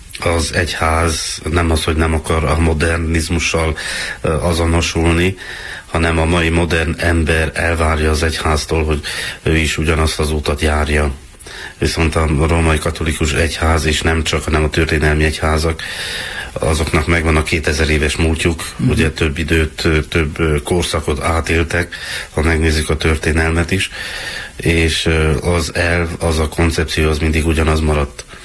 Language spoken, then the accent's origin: Hungarian; Miercurea Ciuc, Harghita, Romania; Erdélyből, a mai Románia területéről. Csíkszeredában születtem 1977-ben, április 4-én.